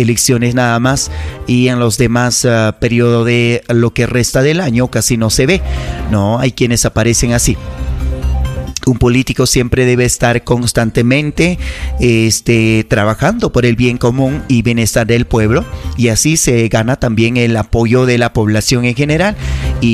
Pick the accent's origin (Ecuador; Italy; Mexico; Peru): Peru